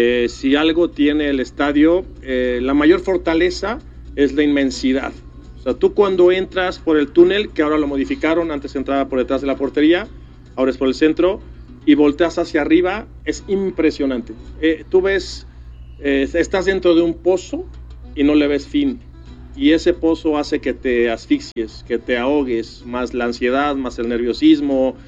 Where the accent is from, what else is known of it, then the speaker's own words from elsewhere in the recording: Mexico; nosotros como mexicanos siempre dispuestos a la ayuda